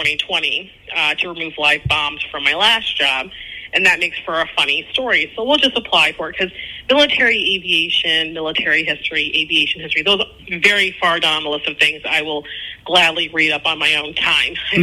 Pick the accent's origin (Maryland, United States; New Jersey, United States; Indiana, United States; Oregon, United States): Indiana, United States; born there; moved away as an adult; also born or lived in Michigan / New York / North Carolina / Texas; I'm a Hoosier-born person, and I was born in Northwest Indiana. Went to Ball State, went to Valparaiso, but prior to my time here, I worked in Michigan.